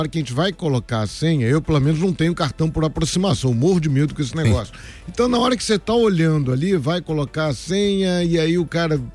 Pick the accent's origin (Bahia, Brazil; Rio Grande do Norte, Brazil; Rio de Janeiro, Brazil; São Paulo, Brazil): Rio de Janeiro, Brazil; Sou carioca desde sempre, passo com frequência por ali, passava muito na época da faculdade, né? Morava no Mery, estudava na Praia Vermelha